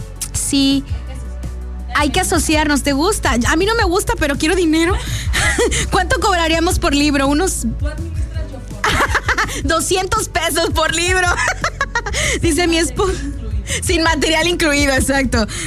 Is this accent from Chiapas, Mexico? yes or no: no; Coatzacoalcos, Veracruz, Mexico; Antes, cuando estaba chiquita, yo vivía en Coatzacoalcos. Yo soy de Coatzacoalcos. Entonces, vivíamos en una colonia que estaba enfrente de la playa.